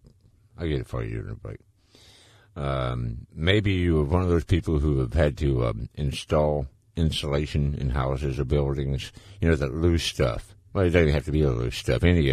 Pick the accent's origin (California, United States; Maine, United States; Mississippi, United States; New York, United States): Mississippi, United States; Laurel; my hometown of Laurel, Mississippi